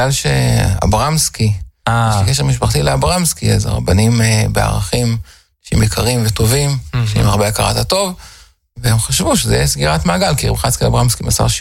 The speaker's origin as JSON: {"language": "Hebrew", "town": "Ra'anana", "region": "Central District", "country": "Israel", "tie": "born or raised there", "said": "אני גדלתי ברעננה."}